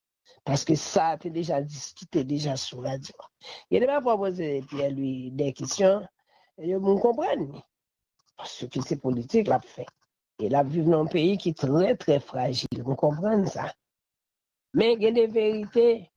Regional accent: Haiti; En tant que haïtien qui aime pays comme la Cayenne

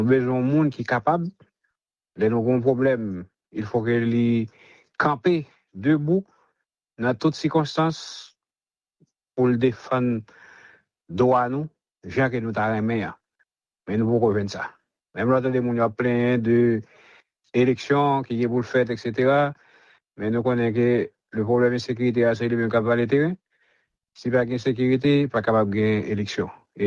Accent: Haiti

